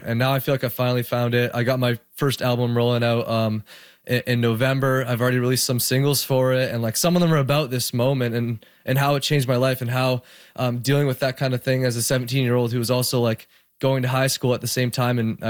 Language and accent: English; Toronto, Ontario, Canada; the Niagara area where I'm from Toronto.